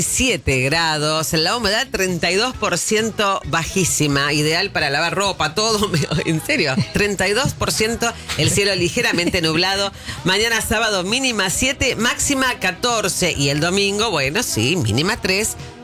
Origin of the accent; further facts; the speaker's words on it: La Plata, Buenos Aires Province, Argentina; Y yo, no, somos platenses.